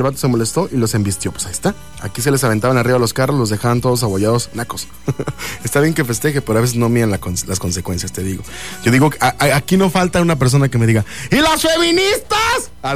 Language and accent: Spanish; Mexico; Yo sé que estoy tocando fibras sensibles y que estoy tocando ese orgullo mexicano. ¡Somos bien mexicanos!